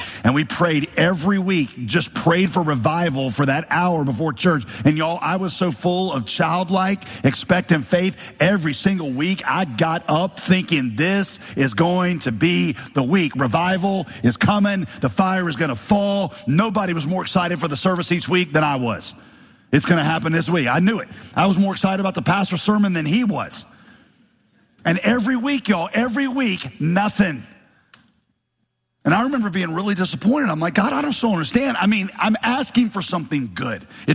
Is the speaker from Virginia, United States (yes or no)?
no; Winston-Salem, North Carolina, United States; Now, some of you might know, I grew up in Winston-Salem. That was my home city.